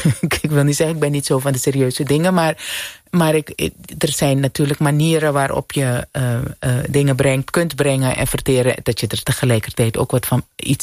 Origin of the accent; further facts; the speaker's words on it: Suriname; moved away; Ja, ik ben opgegroeid in Suriname.